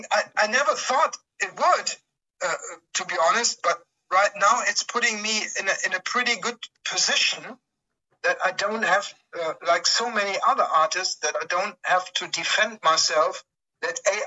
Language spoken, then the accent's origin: English; Germany